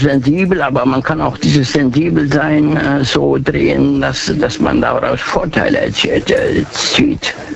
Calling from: Idar-Oberstein, Rhineland-Palatinate, Germany; aus Idar-Oberstein, der Edelsteinstadt.

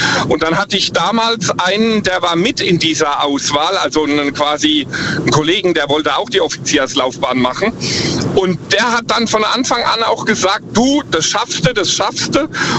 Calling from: Ruppertsberg, Rhineland-Palatinate, Germany; Ich komme aus der Ecke Ruppertsberg.

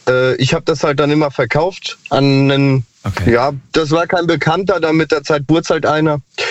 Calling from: Hesse, Germany; Ich bin aus der Ecke ja, zwischen Marburg und Kassel, also Nordhessen.

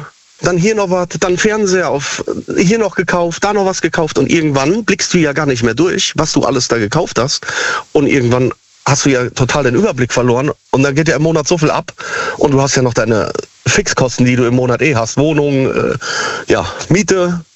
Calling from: Siegen, North Rhine-Westphalia, Germany

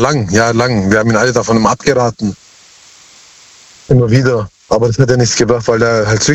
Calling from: Heidenheim, Baden-Württemberg, Germany; Ja, aus Heidenheim.

